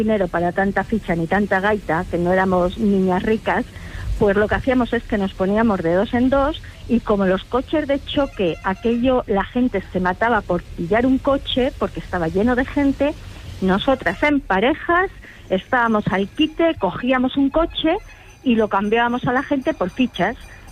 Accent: Béjar, Castile and León, Spain; Soy de Béjar, en la provincia de Salamanca.

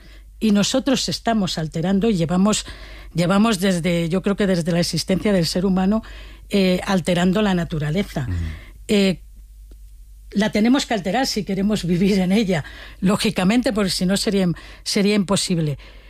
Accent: Valencian Community, Spain; Yo he vivido muchas danas, soy valenciana y es algo común en el otoño.

